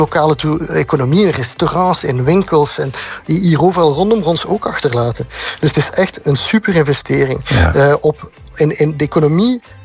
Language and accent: Dutch; Ghent, Flanders, Belgium; Ik ben zelf heel fier als Gentenaar op onze stad.